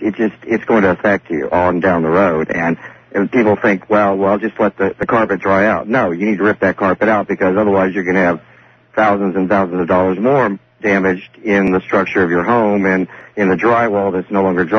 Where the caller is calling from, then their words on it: Houston, Texas, United States; from Houston.